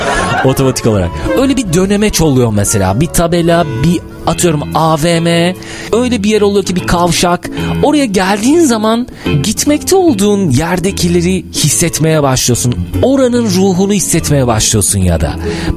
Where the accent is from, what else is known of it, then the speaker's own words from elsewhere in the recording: İbriktepe, Edirne, Turkey; moved away; Mesela bizim köyün, İbriktepe'nin bir ruhu var.